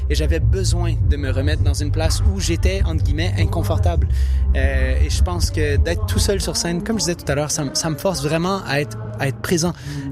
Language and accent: French; Montreal, Quebec, Canada; en direct de Tadoussac. Et moi, je viens de Verdun.